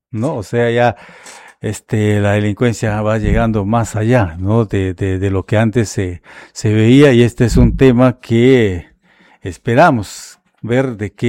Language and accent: Spanish; Peru; esa es la esperanza que tenemos como peruanos